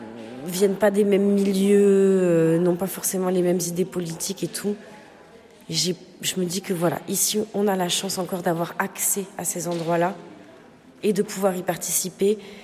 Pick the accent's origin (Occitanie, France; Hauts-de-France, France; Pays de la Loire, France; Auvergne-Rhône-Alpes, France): Auvergne-Rhône-Alpes, France; Oui, j'ai grandi dans le Diois.